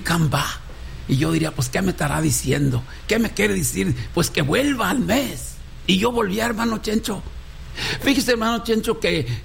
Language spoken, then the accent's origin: Spanish; Mexico; moved away; soy mexicano